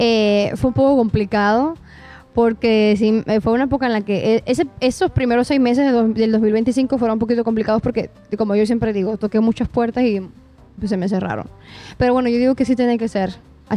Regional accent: Cuba; Dice que me llevó yo soy de Cuba, entonces me llevó allá se llaman casas de cultura, los centros como artísticos

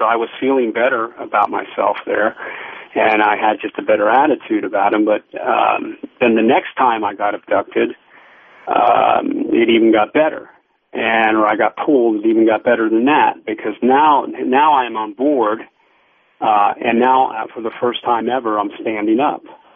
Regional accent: United States; So my bloodline is Italian, but I mean I've been third generation, whatever, second generation. I mean I'm American

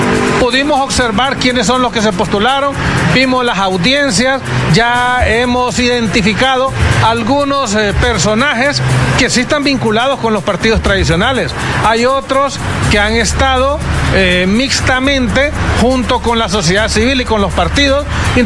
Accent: Honduras; nosotros como hondureños

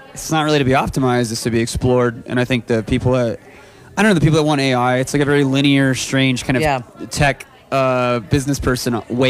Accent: Corpus Christi, Texas, United States; now in Austin, United States; I'm from Corpus Christi, Texas originally, which is a Gulf Coast town. It's a very like blue collar kind of thing.

